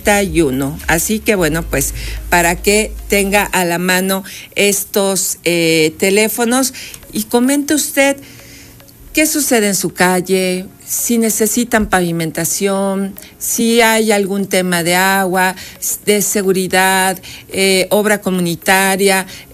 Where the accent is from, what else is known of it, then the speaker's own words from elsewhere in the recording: Puebla, Mexico; los primeros somos nosotros los poblanos